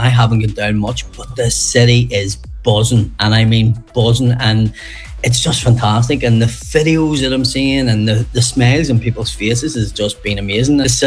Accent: Ireland; about me being middle-aged and trying to lose weight and being an Irish man and a daddy with kids.

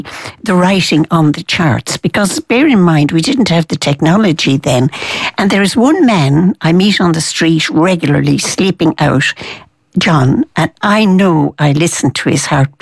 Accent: Fethard, Tipperary, Ireland; I'm from Tip. I was reared in the valley near Slievenamon, where we had those awful fires recently. I came from Feathert.

